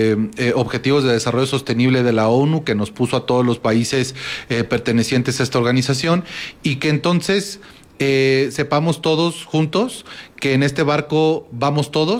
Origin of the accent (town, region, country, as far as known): Mexico